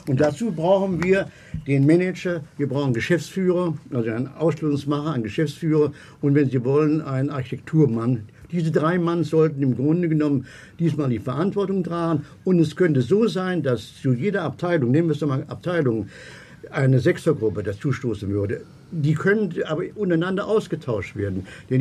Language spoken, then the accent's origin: German; Kassel, Hesse, Germany; born there